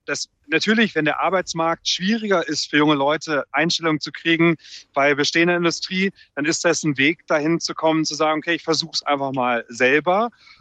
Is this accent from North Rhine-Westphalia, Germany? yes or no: yes; Cologne, North Rhine-Westphalia, Germany; Und ich bin selber Kölner. Von Köln kommt man ja perfekt überall hin.